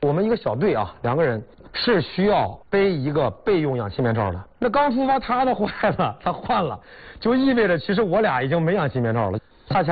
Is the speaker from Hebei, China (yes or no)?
yes; Shijiazhuang, Hebei, China; 想到我的家乡啊石家庄，